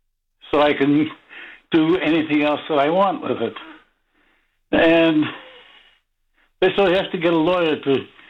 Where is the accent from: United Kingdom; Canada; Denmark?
Canada; Toronto, Ontario; moved away; Toronto, which is my hometown.